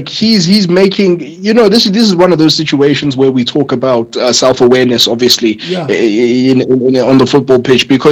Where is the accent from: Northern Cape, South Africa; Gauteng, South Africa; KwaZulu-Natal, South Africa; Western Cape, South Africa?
KwaZulu-Natal, South Africa; Durban; I am from Durban